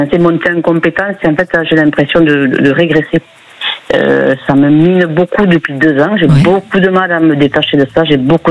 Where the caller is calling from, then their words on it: Occitanie, France; D'Haute-Garonne